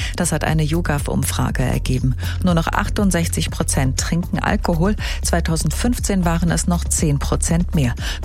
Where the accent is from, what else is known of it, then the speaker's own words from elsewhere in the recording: Rhineland-Palatinate, Germany; moved away; ich komme doch aus Rheinland-Pfalz.